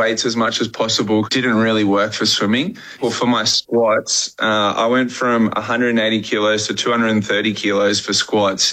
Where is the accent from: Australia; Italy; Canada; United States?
Australia; As an Aussie